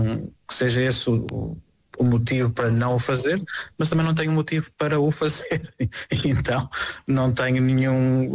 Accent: Portugal; Assim, sendo português vivendo na Europa, não, as coisas são mais perto do que se pensa.

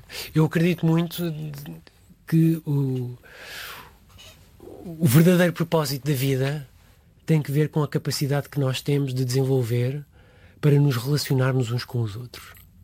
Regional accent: Queluz, Lisbon, Portugal; also born or lived in Tomar / Margem Sul / Brunei; now in Viseu, Portugal; Eu nasci em Tomar, fiz a minha infância e juventude na zona de Queluz, depois fiz a minha idade de jovem adulto na Margem Sul, depois mudei-me para a zona de Lisboa Norte e depois mudei-me para o Brunei e depois do Brunei regressei para Viseu

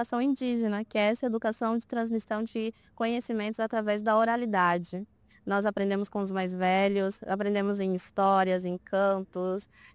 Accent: Mato Grosso, Brazil; eu sou de Mato Grosso. Eu sou do povo Borbororo, de Mato Grosso. E a vida ali é mais tranquila.

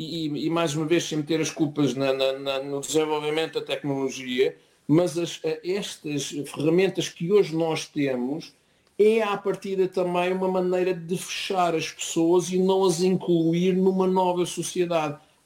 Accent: Portugal; moved away as an adult; now in Norway; eu saí de Portugal, estava a jogar no Vitória de Setúbal, era um bol, e quando saí de Portugal vim para a Noruega

